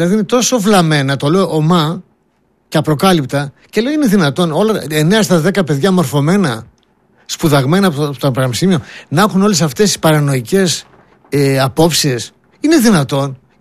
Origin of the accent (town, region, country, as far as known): Greece